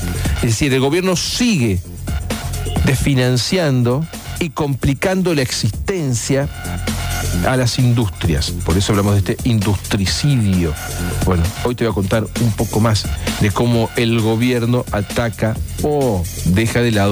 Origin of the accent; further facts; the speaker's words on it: Paraná, Entre Ríos, Argentina; a mí, a todos los que somos de Paraná